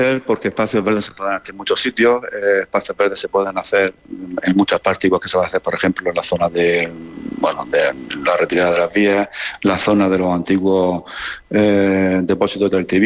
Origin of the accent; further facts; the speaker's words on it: Lorca, Region of Murcia, Spain; Yo soy del barrio de San Pedro y mucha población se ha ido